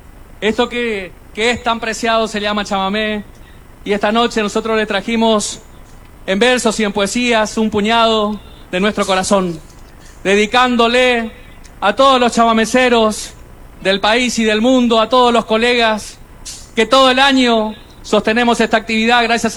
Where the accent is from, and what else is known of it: Corrientes, Argentina